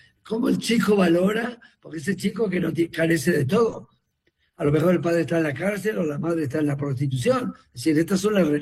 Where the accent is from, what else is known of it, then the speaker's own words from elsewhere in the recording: Castrillo de Villavega, Castile and León, Spain; moved away; Mi pueblo es Castrillo de Villavega, al lado de Carrión de los Condes.